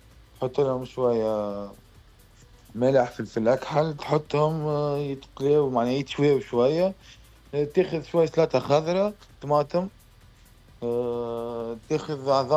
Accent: Tunisia; now in Guangzhou, China; احنا تونسي

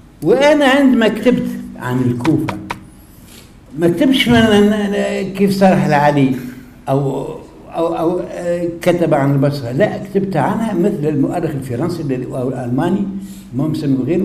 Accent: Tunisia; moved away as an adult; وأنا تونسي

